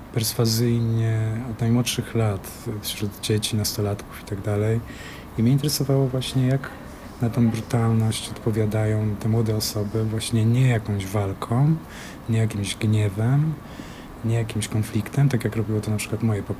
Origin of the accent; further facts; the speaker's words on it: Ostrowiec Świętokrzyski, Świętokrzyskie Voivodeship, Poland; jakby dla mnie też to było doświadczenie tego wstydu pochodzenia, kiedy zdawałem tutaj na historię sztuki przyjechałem z Ostrowca Świętokrzyskiego w ogóle i nocnym pociągiem na ten egzamin tutaj.